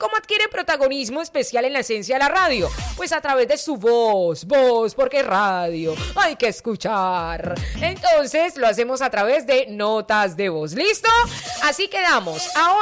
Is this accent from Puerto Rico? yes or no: no; Colombia; que también nos representan a nosotros como colombianos.